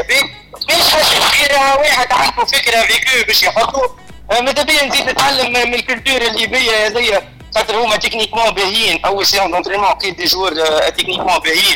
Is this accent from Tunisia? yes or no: yes; Tunisia; تونسي نتشرف لي أنا تونسي